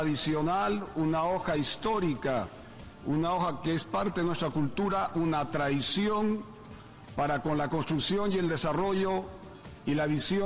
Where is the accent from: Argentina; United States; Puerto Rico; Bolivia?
Bolivia